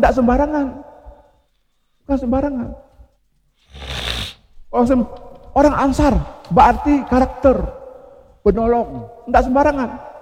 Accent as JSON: {"language": "Indonesian", "region": "Aceh", "country": "Indonesia", "said": "kita di benar meriah ini"}